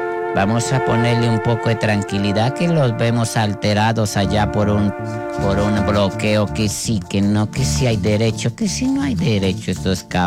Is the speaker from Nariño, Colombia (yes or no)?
yes; Sotomayor, Nariño, Colombia; Venimos de San Doná. Desde Sotomayor, Nariño.